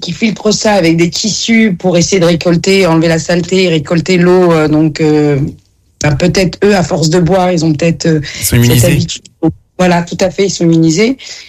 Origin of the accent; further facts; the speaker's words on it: Djerba, Medenine, Tunisia; moi, je suis originaire de la Tunisie et d'une petite île qui s'appelle Djerba, et on boit l'eau de la pluie.